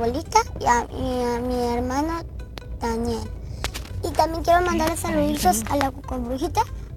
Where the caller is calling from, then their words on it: Ensenada, Baja California, Mexico; de Ensenada.